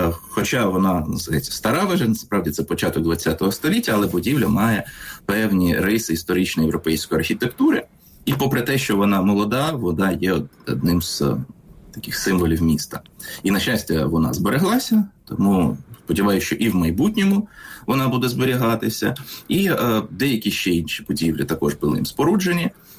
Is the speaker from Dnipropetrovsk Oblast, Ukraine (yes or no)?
no; Kyiv, Ukraine; Я з Києва.